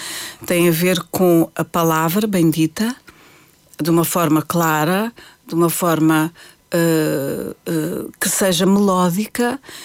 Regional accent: Portugal; now in Brazil; Eu quero fazer a diferença, eu sou portuguesa, eu não sou brasileira, eu vou cantar em português.

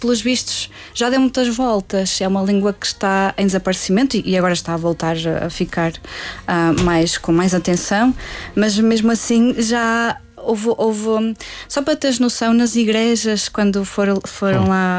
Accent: Portugal; Que somos nós portugueses, temos uma relação mais direta com essa mensagem.

